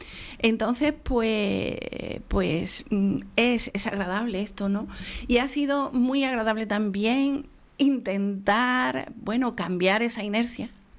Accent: Andalusia, Spain

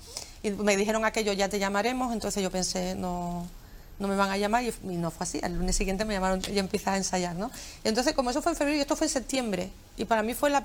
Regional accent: San Fernando, Andalusia, Spain; No, no, somos de San Fernando.

